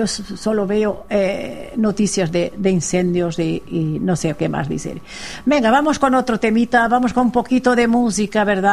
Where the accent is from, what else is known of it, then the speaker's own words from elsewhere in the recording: Spain; soy español.